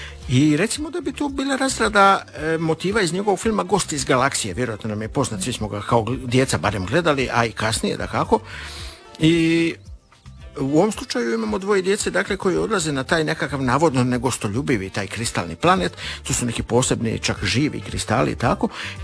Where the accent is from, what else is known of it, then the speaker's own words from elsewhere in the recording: Dalmatia, Croatia; Ja sam iz Dalmacije, vi iz Istre, prema tome poznati su vam zvukovi.